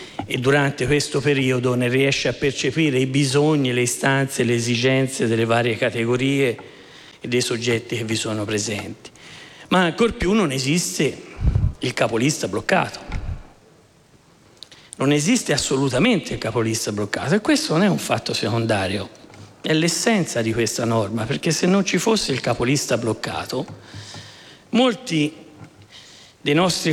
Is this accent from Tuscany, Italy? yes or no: yes; Tuscany, Italy; accent: Tuscan; il mio accento indica la mia provenienza e la rivendico con orgoglio